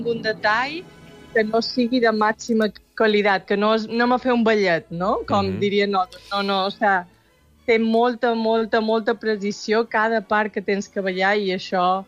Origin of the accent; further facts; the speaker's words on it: Esporles, Balearic Islands, Spain; also born or lived in Banyabufar; Jo vaig néixer a Banyabufar, però en els 4 anys vàrem anar a Escola Esporles i després vaig continuar en el Conservatori de Palma.